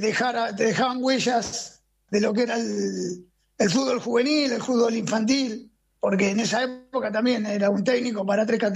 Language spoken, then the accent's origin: Spanish; Béccar, Buenos Aires Province, Argentina; De Bécar, yo soy de Bécar.